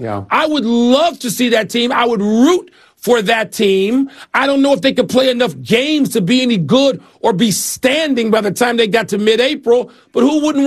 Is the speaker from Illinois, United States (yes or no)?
yes; Chicago, Illinois, United States; As I sit here, yes, my hometown, Chicago, has nothing to do with him playing in Chicago.